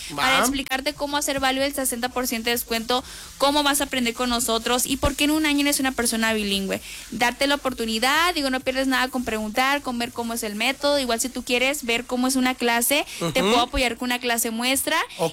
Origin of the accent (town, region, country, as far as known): Mexico